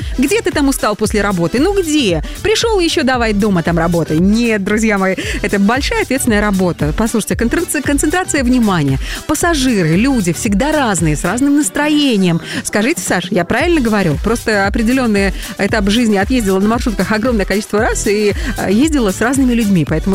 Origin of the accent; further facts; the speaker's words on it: Belarus; насколько мы находчивы, белорусы